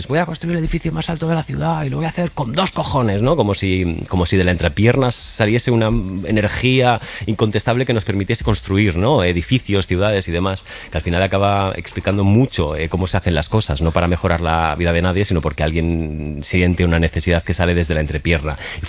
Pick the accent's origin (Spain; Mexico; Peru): Spain; Catalonia; Porque yo soy catalán, entonces los catalanes que nacimos en finales de los 90 nos metieron con calzador lo de que Antoni Gaudí era referente internacional